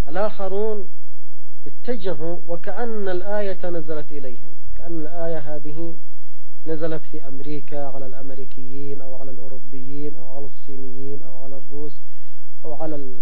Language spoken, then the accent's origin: Arabic; Yemen